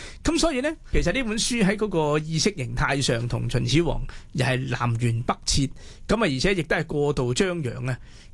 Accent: Hong Kong; 我们香港人

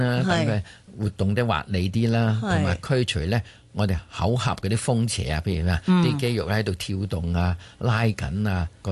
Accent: Guangdong, China; 即系我哋广东人所讲嘅聚火啊

